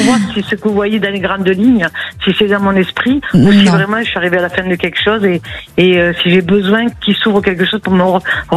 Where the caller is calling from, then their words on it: Occitanie, France; Du Tarn-et-Garonne.